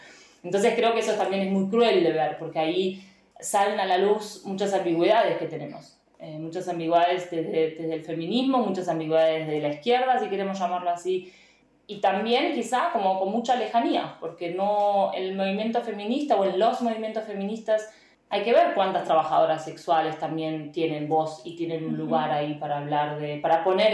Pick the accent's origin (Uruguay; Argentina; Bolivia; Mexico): Argentina; now in Vienna, Austria; Yo vengo originalmente de Argentina